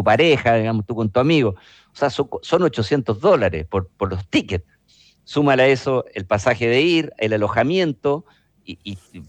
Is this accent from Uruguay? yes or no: no; Chile; nosotros como chilenos